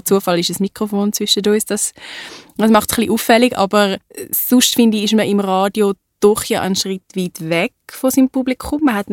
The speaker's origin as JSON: {"language": "German", "town": "Winterthur", "region": "Zurich", "country": "Switzerland", "tie": "born or raised there", "said": "Ich bin in Winterthur geboren."}